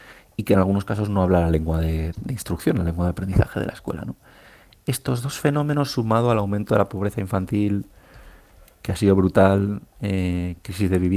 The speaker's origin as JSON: {"language": "Spanish", "town": "Bilbao", "region": "Basque Country", "country": "Spain", "said": "Yo soy de Bilbao, Marta, y estoy muy triste con estos resultados"}